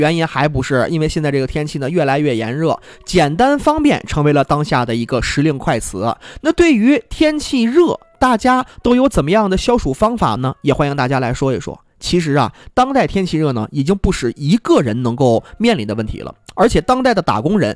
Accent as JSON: {"language": "Chinese", "region": "Northeast China", "country": "China"}